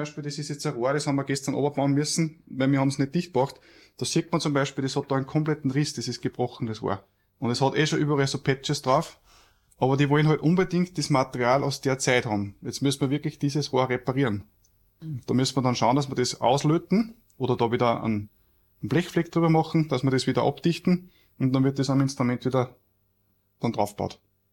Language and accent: German; Austria; Das ist ganz, ganz was Traditionelles bei uns in Österreich einfach auch